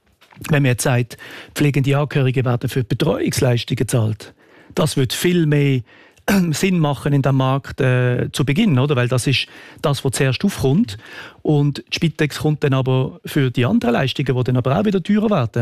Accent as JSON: {"language": "German", "country": "Switzerland", "said": "Aber wir als Schweizer Bevölkerung haben gesagt, wir wollen alle Leute versorgen"}